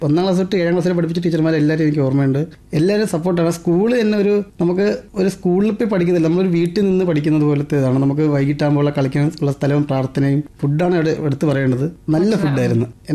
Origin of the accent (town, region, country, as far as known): Varkala, Kerala, India; born or raised there